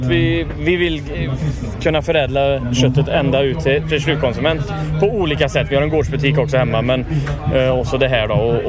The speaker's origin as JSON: {"language": "Swedish", "town": "Trollhättan", "region": "Västra Götaland County", "country": "Sweden", "said": "Vi har ett viltslakteri hemma i Trollhättan där vi kommer ifrån."}